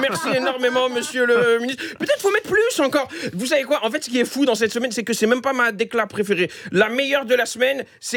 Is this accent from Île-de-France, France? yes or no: yes; Pierrefitte, Île-de-France, France; also born or lived in Saint-Denis; je suis né à Saint-Denis et j'ai grandi à Pierrefitte, ils ont gazé mon maire